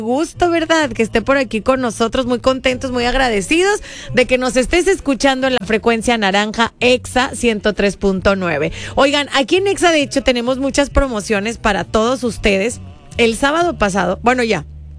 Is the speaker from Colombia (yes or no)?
no; Mexico